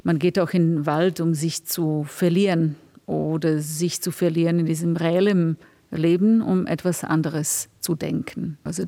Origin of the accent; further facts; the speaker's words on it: Serbia; now in Berlin, Germany; ich bin aus dem Balkan, wo wir ganz dichte Wälder haben und viele Märchen und Fabeln mit ziemlich surrealistischen Konnotationen.